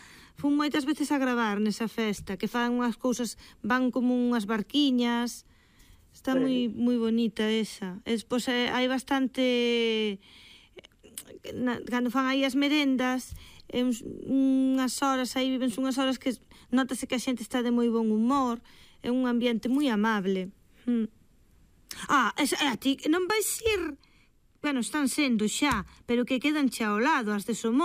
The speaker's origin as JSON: {"language": "Galician", "town": "Cedeira", "region": "Galicia", "country": "Spain", "said": "Eu son de Cedeira, sí."}